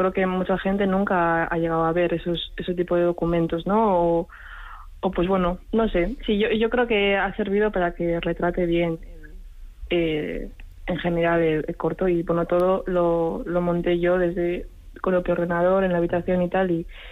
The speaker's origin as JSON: {"language": "Spanish", "town": "Barakaldo", "region": "Basque Country", "country": "Spain", "tie": "born or raised there", "said": "es verdad que gran parte de mi vida la he hecho de lo que es Baracaldo en el centro, entonces, pues bueno, no soy tanto de Gurutzeta"}